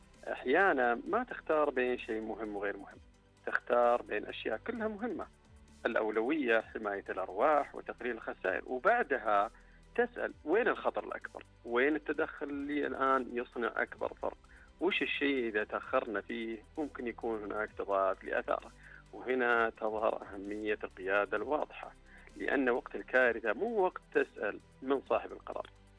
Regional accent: Saudi Arabia; وعندنا في المملكة العربية السعودية نموذج نشوفه كل عام في موسم الحج.

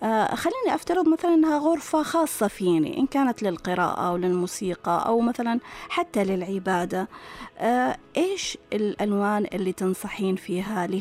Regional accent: Saudi Arabia; هذه مش متوفرة بكثرة عندنا في السعودية إلا على الساحلين، لكن أغلب المساحة صحراوية،

